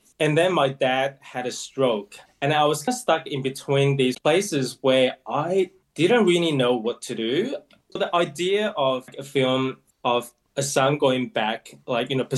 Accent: Fujian, China; moved away; my hometown in Fujian, and that's where my mom is

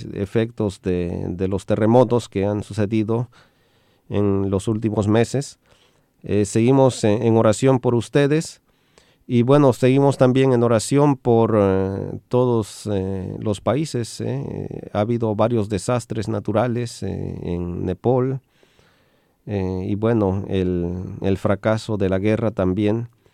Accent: Mexico; yo, siendo mexicano, he crecido con esta música

